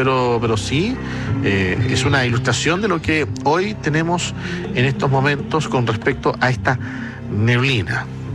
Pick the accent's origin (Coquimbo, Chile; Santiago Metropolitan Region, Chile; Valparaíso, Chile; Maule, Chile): Santiago Metropolitan Region, Chile; La Florida; Amigos, yo me crié en la Florida, pero cuando era campo, cuando la Florida era campo, ¿eh?